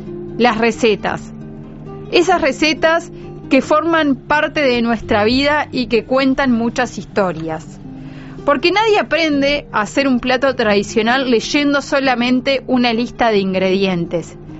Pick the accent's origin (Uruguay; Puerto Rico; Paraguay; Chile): Uruguay; born there; Los descendientes de armenios que nacimos en Uruguay tomamos mate, nos gusta el asado, somos muy uruguayos como cualquiera